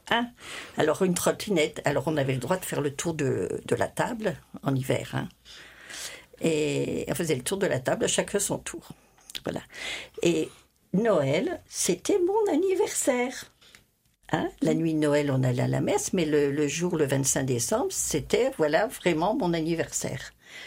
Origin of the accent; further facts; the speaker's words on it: Grand Est, France; Mais moi, je suis une pure Lorraine.